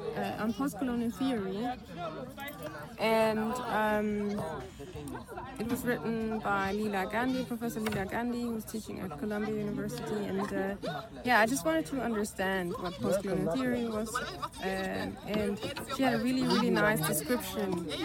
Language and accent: German; Southern Germany, Germany; da wo ich herkomme oder wo ich aufgewachsen bin, im Süden von Deutschland, war ich auch immer die Einzige im Tennisclub.